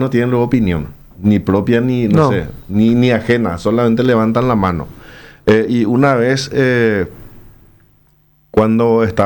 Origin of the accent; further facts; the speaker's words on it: Paraguay; Como ciudadano paraguayo de bien